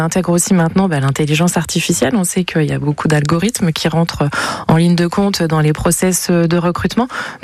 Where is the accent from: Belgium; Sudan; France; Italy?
France; Reims, Grand Est; moved away; Je suis originaire de Reims, mais je n'avais jamais travaillé sur Reims